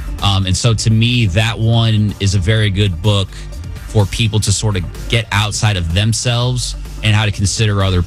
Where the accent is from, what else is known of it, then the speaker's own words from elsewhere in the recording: Atlanta, Georgia, United States; And I love … Like, I'm from Atlanta. Like, those are my guys.